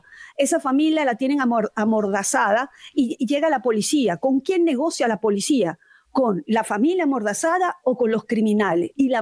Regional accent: Venezuela; una cosa es lo que yo puedo sentir como venezolana

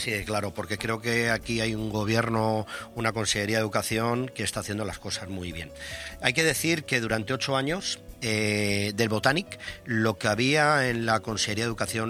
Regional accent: Spain; Y lo digo bien claro, yo soy castellano parlante. Pues mis hijas son valen

